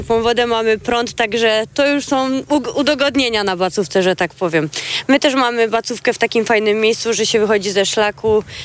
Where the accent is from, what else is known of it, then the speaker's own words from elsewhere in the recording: Greater Poland Voivodeship, Poland; moved away as an adult; now in Podhale, Poland; Ja też pochodzę z Wielkopolski